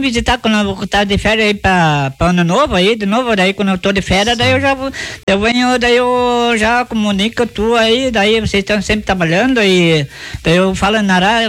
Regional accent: Três Passos, Rio Grande do Sul, Brazil; eu sou de Trespassa, Rio Grande do Sul

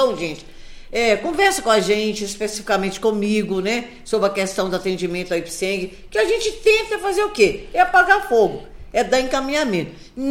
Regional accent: Ponte Nova, Minas Gerais, Brazil; now in Divinópolis, Brazil; Eu vou lá para a minha zona da mata, minha região, ali na cidade de Ponte Nova

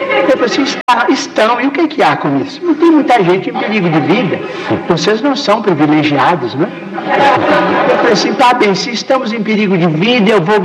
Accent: Pedro Leopoldo, Minas Gerais, Brazil; born there; moved away as an adult; now in Uberaba, Brazil; Pedro Leopoldo, a terra onde nasci na presente reencarnação.

